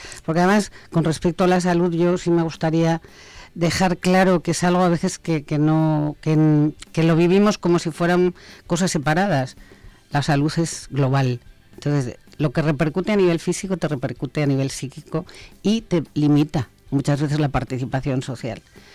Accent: Sanabria, Castile and León, Spain; moved away; Sanabria, mi tierra, que allí es donde mejor se está.

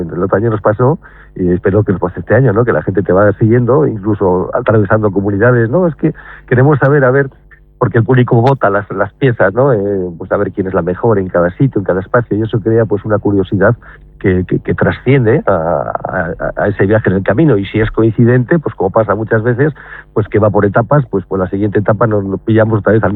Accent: Burgos, Castile and León, Spain; todos tenemos que sentirnos muy orgullosos como castellanos y también como principalmente los burgaleses

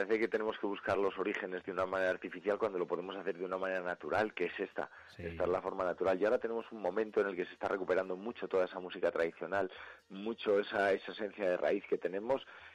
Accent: Soria, Castile and León, Spain

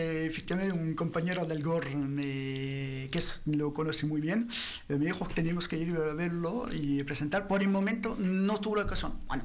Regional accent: France; Spanish is a second language; moved away; Yo que vengo de Francia

